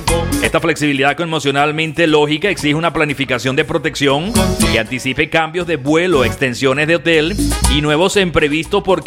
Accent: Ecuador; Como buen aficionado debería de ir. Y como buen ecuatoriano también.

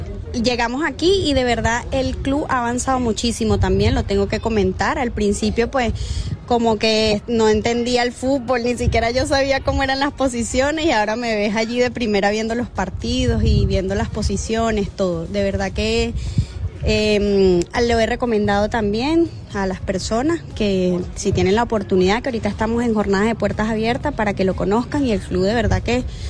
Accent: La Guaira, Venezuela; now in Spain; Bueno, nosotros venimos de Venezuela, de La Guaira, orgullosamente de La Guaira, y aquí pues de verdad nos sentimos como en familia, como en casa.

